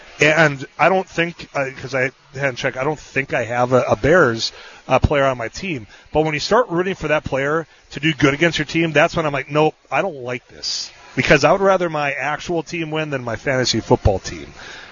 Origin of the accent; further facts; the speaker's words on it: Leeds, Yorkshire and the Humber, United Kingdom; somebody from my hometown of Leeds